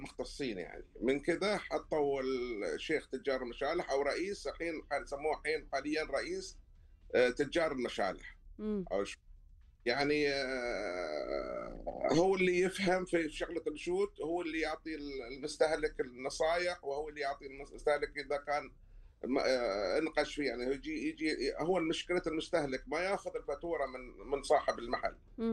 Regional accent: Saudi Arabia; عندنا في السعودية لا هو خفيف ولا هو يعني ثقيل، متوسط يسمونه البقاط،

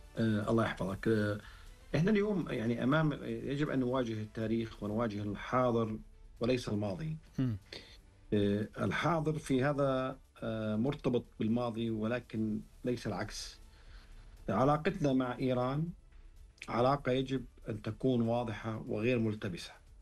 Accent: Jordan; عندنا في الأردن

